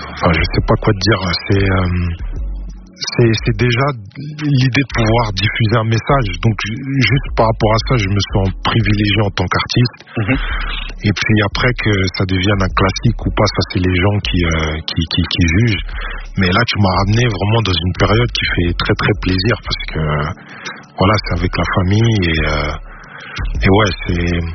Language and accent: French; Aulnay-sous-Bois, Île-de-France, France; also born or lived in London; j'ai grandi dans un quartier, j'ai grandi à Aulnay-sous-Bois, aux Emmaüs. Donc, big up à l'endroit où j'ai grandi.